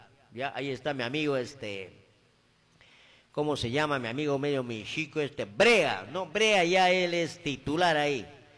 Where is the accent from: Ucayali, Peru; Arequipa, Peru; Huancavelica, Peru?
Ucayali, Peru; Aguaytía